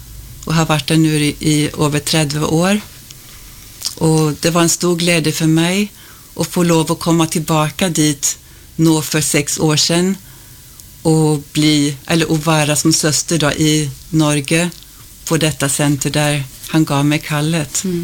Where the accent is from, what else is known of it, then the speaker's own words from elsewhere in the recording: Sweden; Ja, jag kommer från Sverige och jag är född och uppvuxen i en kristen familj